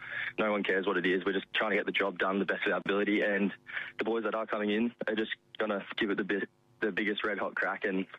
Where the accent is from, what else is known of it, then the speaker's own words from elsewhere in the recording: Margaret River, Western Australia, Australia; I grew up in Margaret River, just right in town. Not much really to say. Just always played my junior footy down in Margs.